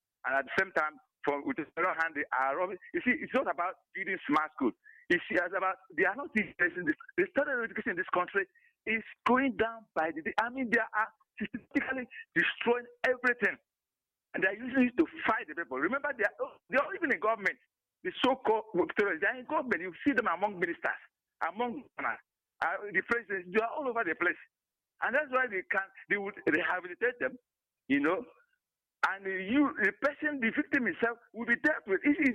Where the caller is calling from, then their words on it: Enugu, Enugu State, Nigeria; I'm calling from Enugu.